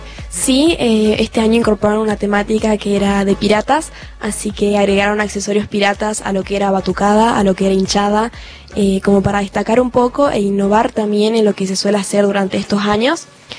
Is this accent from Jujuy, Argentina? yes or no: yes; Jujuy, Argentina; La idea es quedarme acá en Jujuy, amo a Jujuy, es mi tierra y yo no me podría ir de acá, la verdad.